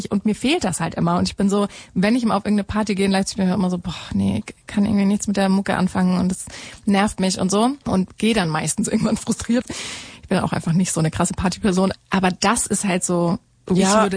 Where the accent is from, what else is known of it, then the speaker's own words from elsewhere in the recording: West Germany, Germany; Und eine Person ist aus dem Osten, ich bin aus dem Westen